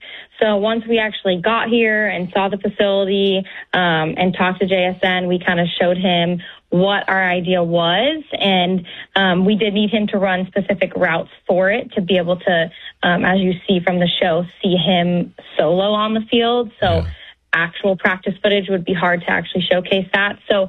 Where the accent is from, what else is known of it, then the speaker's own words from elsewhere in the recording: Green Bay, Wisconsin, United States; I'm from Green Bay, Wisconsin, as well as John.